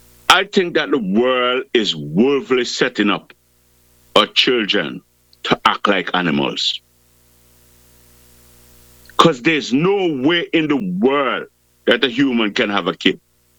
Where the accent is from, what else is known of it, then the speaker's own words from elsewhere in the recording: Liberta, Antigua & Barbuda; born there; I am just about 150 feet from where I was born on Barbecue Hill.